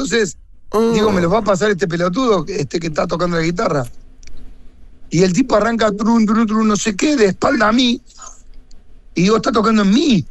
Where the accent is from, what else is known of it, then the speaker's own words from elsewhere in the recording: Córdoba, Argentina; soy de Córdoba.